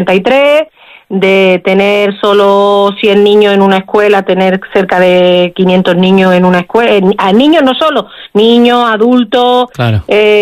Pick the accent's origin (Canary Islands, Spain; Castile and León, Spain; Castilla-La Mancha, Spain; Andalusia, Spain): Andalusia, Spain; Málaga; moved away as an adult; now in Melilla, Spain; yo soy malagueña. Yo ya era nadadora en Málaga desde pequeñita, desde los 4 años